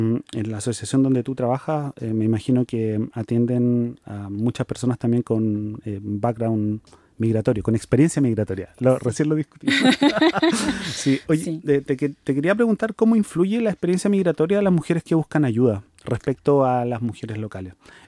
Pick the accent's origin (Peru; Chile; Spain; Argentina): Chile; yo vengo de Chile, la verdad no tengo información al respecto